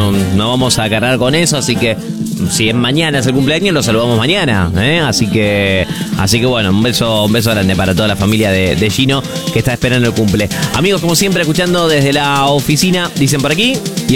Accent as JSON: {"language": "Spanish", "town": "Concordia", "region": "Entre Ríos", "country": "Argentina", "said": "Muy bien, vida … de Concordia, Entre Ríos."}